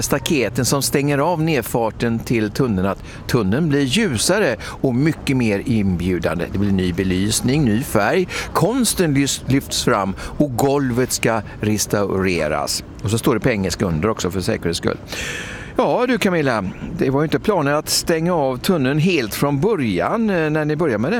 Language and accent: Swedish; Gothenburg, Västra Götaland County, Sweden; Det är någonting som vi göteborgare och alla turister kommer till att se fram emot.